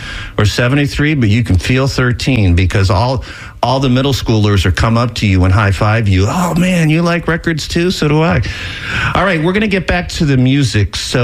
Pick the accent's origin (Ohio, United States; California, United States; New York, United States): Ohio, United States; Akron; Steve is from Cleveland. I'm from Akron, so he's a homie, he's a homeboy.